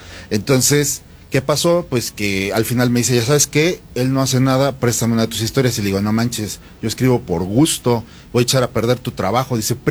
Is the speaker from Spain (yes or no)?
no; Mexico; Y somos los únicos mexicanos que han sido invitados a ese festival por un proyecto independiente, porque les encantó cómo hacemos cosas con cultura mexicana.